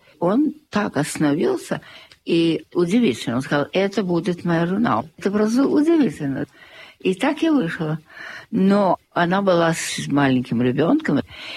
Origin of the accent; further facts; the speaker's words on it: Bavaria, Germany; also born or lived in Munich; А, ну да. То есть я родилась в госпитале в Мюнхене. Ага. Ну, это недалеко. Да.